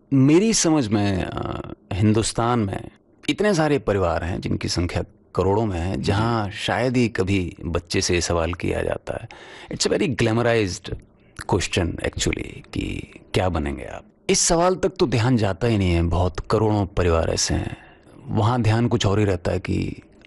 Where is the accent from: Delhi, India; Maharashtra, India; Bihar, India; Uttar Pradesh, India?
Delhi, India; मैं दिल्ली में पैदा हुआ, पला बड़ा वहीं पे।